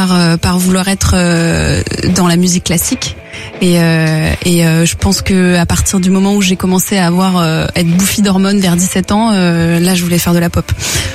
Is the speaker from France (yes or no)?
yes; Narbonne, Occitanie, France; Je viens de Narbonne, donc Narbonne, c'est la petite ville à 1h30 de Toulouse et 1h de Montpellier.